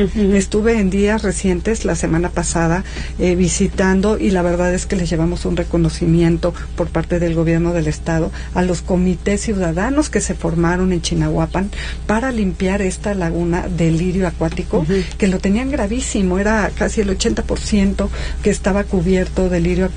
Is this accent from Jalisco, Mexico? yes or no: no; Teziutlán, Puebla, Mexico; moved away; soy teciuteca 100%